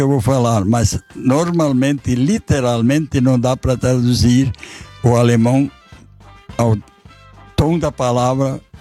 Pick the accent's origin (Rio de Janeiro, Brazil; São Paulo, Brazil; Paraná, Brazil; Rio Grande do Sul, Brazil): Rio Grande do Sul, Brazil; São José do Hortêncio; born there; eu nasci em São José do Hortêncio, naquele tempo se nascia em casa. O serviço feito por uma parteira. Isso então foi em 1942. Nós não tínhamos luz elétrica ainda.